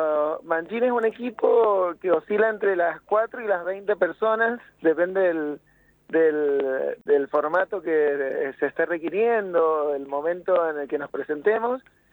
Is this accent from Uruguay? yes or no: no; Mendoza, Argentina; now in San Luis, Argentina; yo que nací en Mendoza también, que toco el bajo, soy productor, y también, bueno, hace mucho que estamos viviendo acá.